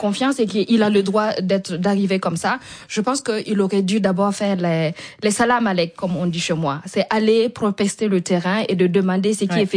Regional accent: Burkina Faso; Donc vous savez, en fait, on a ce respect là chez nous, nous les Burkinabés, et je pense que beaucoup d'Africains

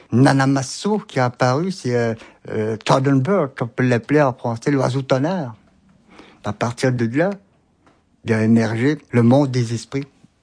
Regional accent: Pessamit, Quebec, Canada; Je suis natif de Pessamit.

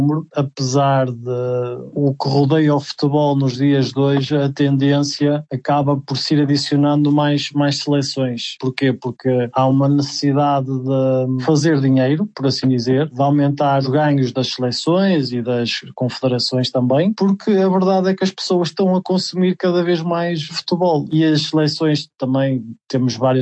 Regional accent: Portugal; eu como português

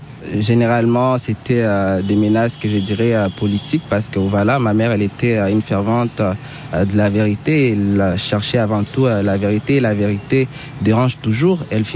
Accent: East, DR Congo; first language Swahili; French is a second language; now in Kinshasa, Congo DR; Oui, le Swahili, je viens de l'Est, donc l'Est, c'est le Swahili, comme ici à l'Ouest, à Kinshasa, c'est les Lingala.

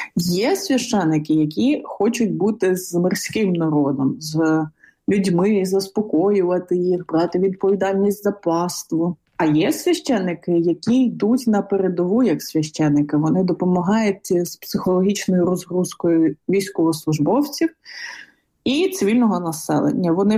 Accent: Donbas, Ukraine; моя місія – це розповідати про регіони, звідки я родом, і про Донбас в цілому

